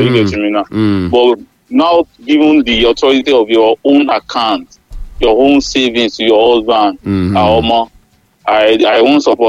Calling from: Makama, Nigeria; I'm calling from Makama.

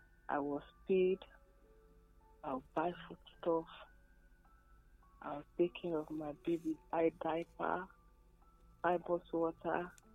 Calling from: Obudu, Cross River, Nigeria; I'm calling from Obudu.

